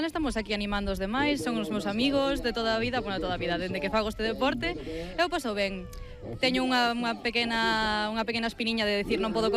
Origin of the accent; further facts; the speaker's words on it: Redondela, Galicia, Spain; Sí, a verdade é que é unha pena que eu, que son de Redondela, teña que desplazarme ata Mondariz.